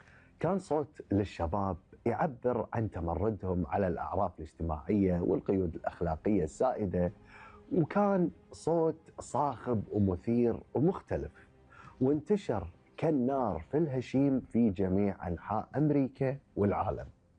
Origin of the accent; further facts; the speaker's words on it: Kuwait; في ديرتنا الحبيبة الكويت استمرت مسيرة بناء الدولة الحديثة بخطى واثقة وثابتة